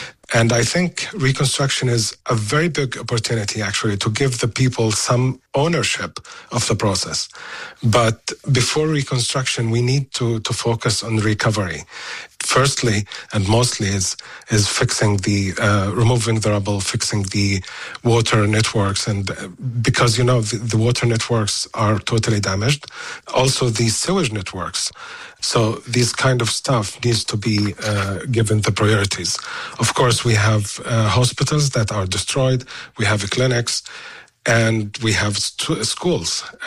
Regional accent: Gaza Strip, Palestine; I was born and raised and bred in the Gaza Strip all my life.

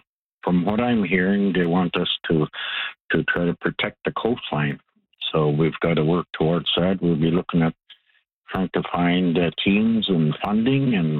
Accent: Cape Parry, Northwest Territories, Canada; born there; now in Paulatuk, Canada; I was born in Cape Perry

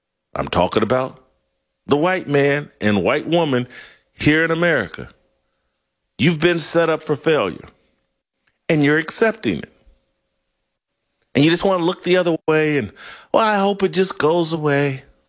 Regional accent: Indianapolis, Indiana, United States; I'm from Indianapolis. I'm from Indiana.

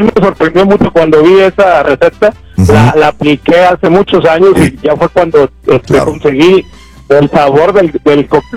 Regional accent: Ciudad Victoria, Tamaulipas, Mexico; yo soy de Ciudad Victoria.

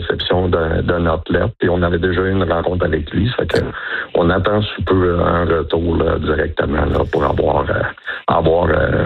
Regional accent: Quebec, Canada; Moi, je suis un Québécois canadien.

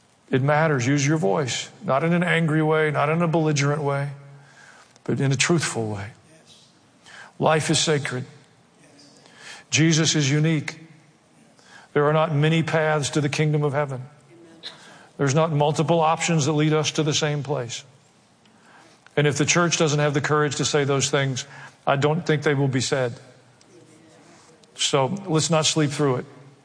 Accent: Southern United States, United States; accent: southern; in my southern accent in their language

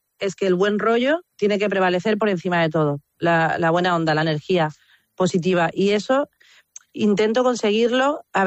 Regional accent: Andalusia, Spain; pero prácticamente estamos en Andalucía, y mira, tocar en mi tierra, eso es lo más cercano a una residencia que puedo tener.

